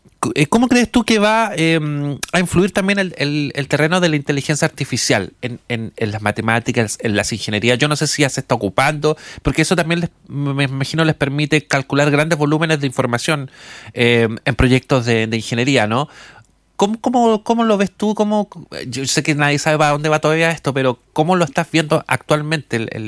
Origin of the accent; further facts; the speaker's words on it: Chile; Nosotros como chilenos lo sabemos